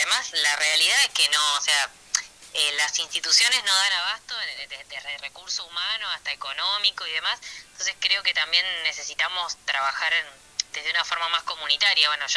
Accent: General Conesa, Río Negro, Argentina; born there; also born or lived in Bahía Blanca; now in Choele Choel, Argentina; Sí, precioso mi pueblo.

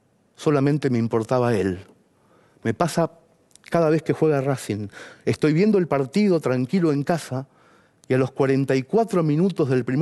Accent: Mercedes, Buenos Aires Province, Argentina; La primera vez que yo vi una pelota de fútbol fue en el cielo de Mercedes, mi ciudad natal. Yo tendría como mucho 2 años.

